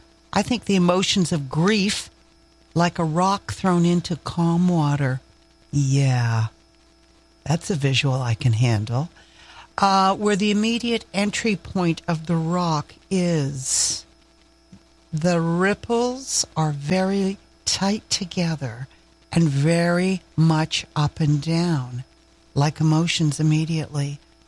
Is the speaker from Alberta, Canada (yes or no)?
no; Nova Scotia, Canada; accent: maritime; now in Haliburton, Canada; I am born and raised in Nova Scotia with a deep love for Newfoundlanders. My father was from New Brunswick.